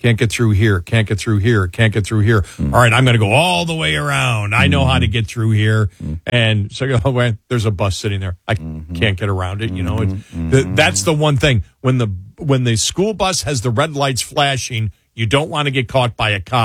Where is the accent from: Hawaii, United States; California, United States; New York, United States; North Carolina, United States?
New York, United States; moved away; I come from New York, Western New York. And in Western New York, school begins after Labor Day.